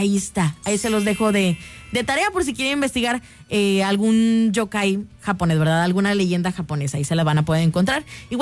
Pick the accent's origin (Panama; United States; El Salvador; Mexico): Mexico; now in Japan; todas esas leyendas que nosotros conocemos como mexicanos. Pues también los japoneses y en otros países también tienen sus propias leyendas